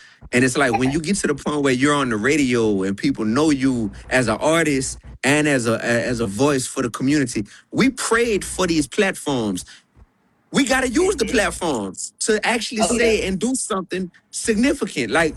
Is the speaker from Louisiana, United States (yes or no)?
yes; New Orleans, Louisiana, United States; And you know, I'm from New Orleans, so I'm gonna tell y'all something.